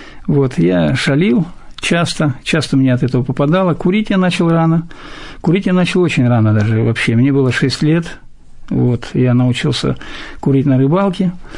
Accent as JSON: {"language": "Russian", "country": "Kazakhstan", "tie": "born there", "also_born_or_lived": "Insar, Mordovia, Russia", "said": "Я родился в городе Инсар, Мордовской ССР. Вот. Шестимесячного ребенка меня увезли вместе с семьей в Казахстан."}